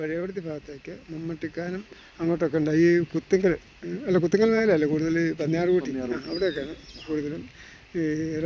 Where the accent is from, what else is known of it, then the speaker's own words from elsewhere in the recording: Rajakkad, Kerala, India; ഞാൻ രാജാക്കാട് വന്ന് ഇവിടെ ജനിച്ചു വളർന്ന ആളാണ്.